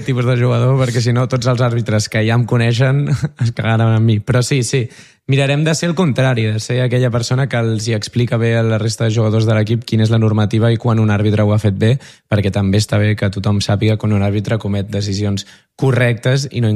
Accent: Calella, Catalonia, Spain; Jo sóc de Calella, aquí també al Maresme

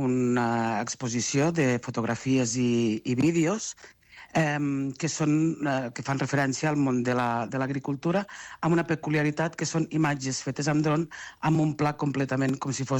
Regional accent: Catalonia, Spain

